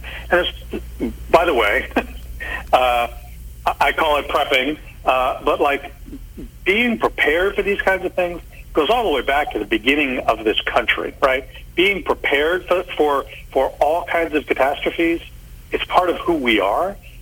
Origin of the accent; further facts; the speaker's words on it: California, United States; having seen numerous earthquakes growing up in California